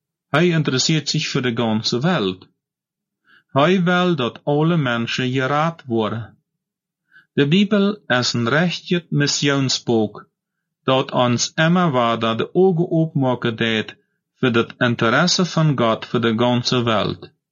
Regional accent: Paraguay; Und wenn ich von dort weiter will, was in meiner Heimat in Paraguay oder in Deutschland für sich gehen wird, dann höre ich einfach die Nachrichten in der deutschen Wahl.

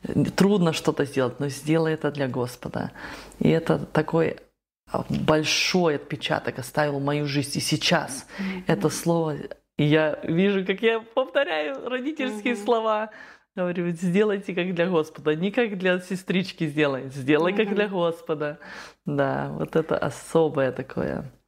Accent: Russia; moved away; Вот мы выросли, когда в России росли, у нас соседи были неверующие, и мы ходили на воскресную школу по субботам

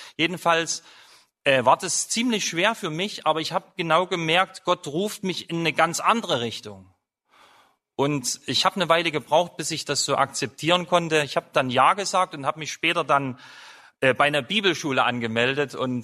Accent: East Germany, Germany; Ich bin in der DDR groß geworden als Christ

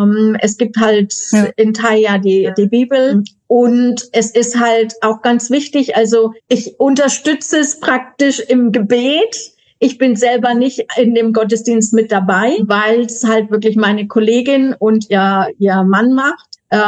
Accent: Germany; moved away as an adult; now in Thailand; gerade als Deutsche

